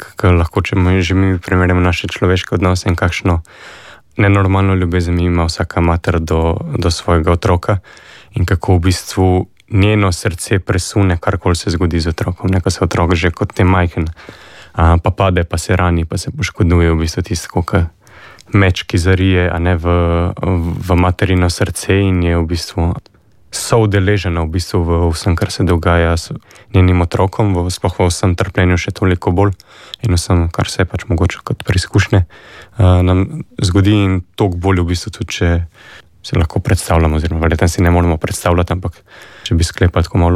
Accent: Ljubljana, Central Slovenia, Slovenia; ker sem iz Ljubljane in sem že prej večkrat bil gor

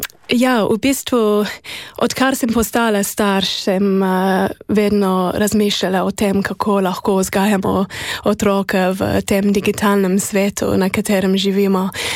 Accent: United Kingdom; Slovenian is a second language; jaz sem iz Velike Britanije

